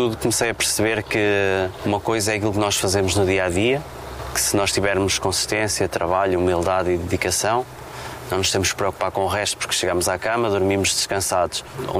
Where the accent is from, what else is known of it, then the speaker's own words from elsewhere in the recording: Porto, Norte, Portugal; moved away as an adult; now in Algarve, Portugal; eu sou do norte, eu nasci no Porto, que é completamente o inverso. Enquanto o Algarve é o sul, o norte é o Porto. Vivi, trabalhei lá, estudei lá. Isso tem um tipo de cultura já completamente inverso ao Algarve, mas nos últimos 10 anos como estou cá